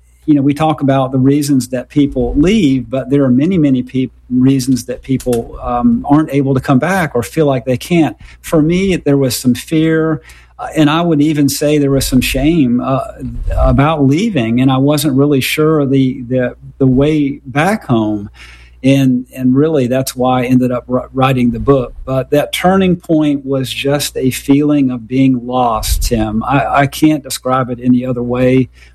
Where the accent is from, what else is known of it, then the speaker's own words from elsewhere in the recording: South Carolina, United States; I grew up near Charleston, South Carolina